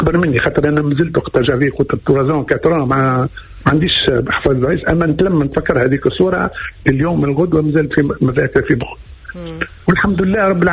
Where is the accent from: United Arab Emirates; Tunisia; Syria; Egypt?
Tunisia; وبعد هنا الدار اللي هبتنا فيها في تونس وسكننا فيها